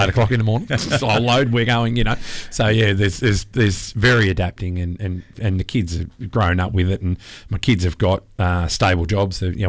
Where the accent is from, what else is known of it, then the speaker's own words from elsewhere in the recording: Eastern States, Australia; moved away as an adult; now in Western Australia, Australia; I come from the East, grew up in the East, started trucking in the Eastern States.